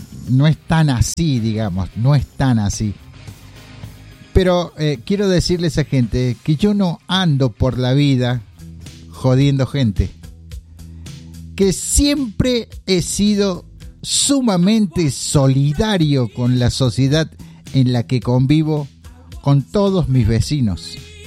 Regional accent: Córdoba, Argentina; born there; now in Huerta Grande, Argentina; Quiero decirles que soy nacido en la ciudad de Córdoba, más precisamente en Alta Córdoba. Más cordobés no puedo ser.

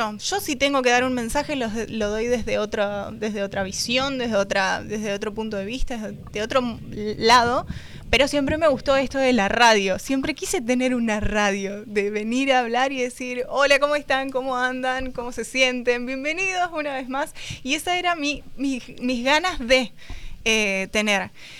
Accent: Avellaneda, Santa Fe, Argentina; Yo soy de Avellaneda

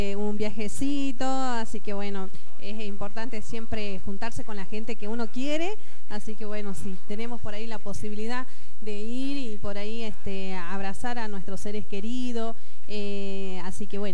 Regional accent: La Esperanza, Jujuy, Argentina; Soy de La Esperanza

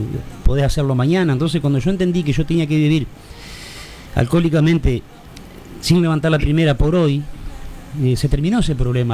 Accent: Argentina; Soy argentino.

